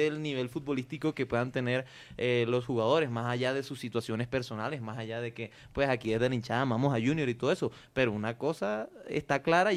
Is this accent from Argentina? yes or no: no; Caribbean Region, Colombia; uno siendo costeño sabe